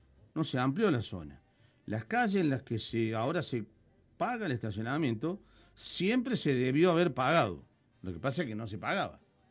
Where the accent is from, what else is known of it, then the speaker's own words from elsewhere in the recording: La Calera, Córdoba, Argentina; Soy de La Calera y en Don Menil estaban revisando hasta el baúl del auto.